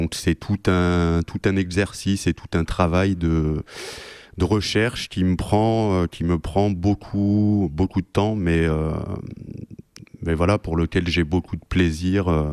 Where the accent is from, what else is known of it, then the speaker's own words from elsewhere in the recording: Occitanie, France; mon pays natal, on va dire. J'ai grandi dans le Lot